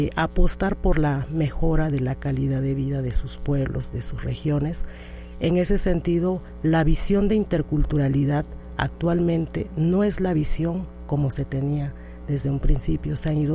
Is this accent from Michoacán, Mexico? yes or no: no; Oaxaca, Mexico; Sí, soy zapoteca, pero también hablo inglés, uh-huh, también me interesan otros idiomas